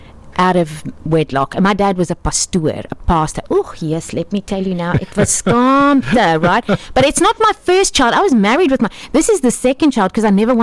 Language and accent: English; Port Elizabeth, Eastern Cape, South Africa; born there; I was born in Port Elizabeth, exactly.